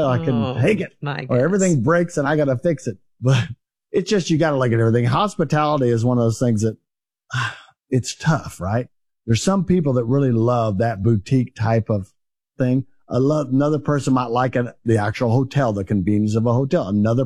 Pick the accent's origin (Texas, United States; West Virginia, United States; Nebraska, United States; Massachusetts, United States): Texas, United States; Well, I'm from North Texas, you know, and there's a lot of Hispanics here the whole time I've been growing up.